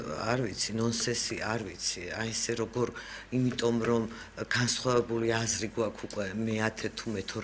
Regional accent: Samtredia, Imereti, Georgia; მე სამტრედიაში დაბადებული გაზრდილი ვარ და მე და ეკა ერთ სკოლაში ვსწავლობდით

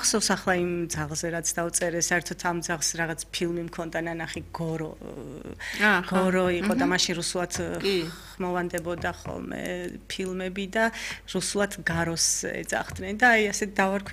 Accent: Kakheti, Georgia; კახელი ვარ.

